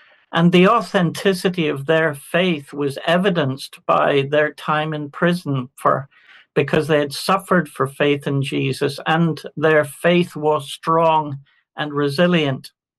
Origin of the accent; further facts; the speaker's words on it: Glenavy, Northern Ireland, United Kingdom; I was born and brought up in Glenavian, County Antrim.